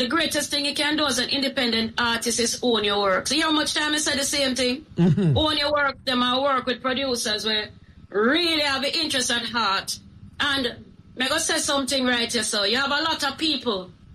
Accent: Kingston, Kingston Parish, Jamaica; I come from East Kingston. I know what it is like to grow up in a community where marginalized and you face the police brutality.

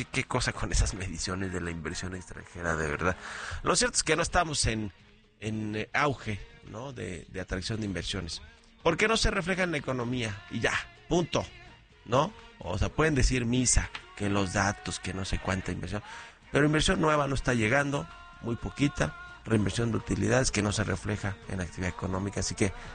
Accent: Mexico; me siento muy, muy mexicano

